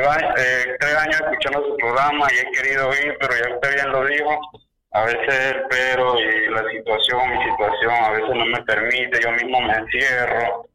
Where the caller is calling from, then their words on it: Panama City, Panamá, Panama; Desde mi trabajo, Panamá, Panamá.